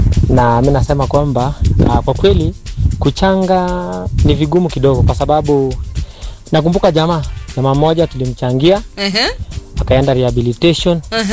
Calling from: West Pokot County, Kenya; Asante, natoka West Pokot.

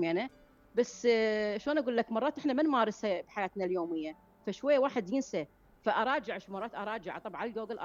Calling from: Kirkuk, Kirkuk Governorate, Iraq; أني من كركوك

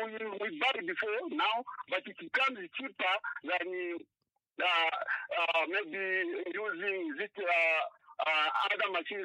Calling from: Solwezi, North-Western Province, Zambia; Ndakara from Solwezi.

